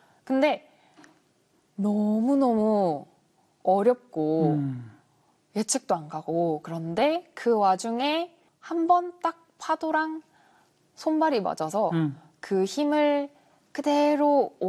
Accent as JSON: {"language": "Korean", "region": "Busan", "country": "South Korea", "tie": "born or raised there", "said": "그때는 어렸을 때 부산에 살았었어가지고"}